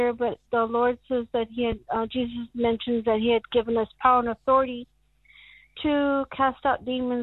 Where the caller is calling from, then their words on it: Loma Linda, California, United States; from Loma Linda.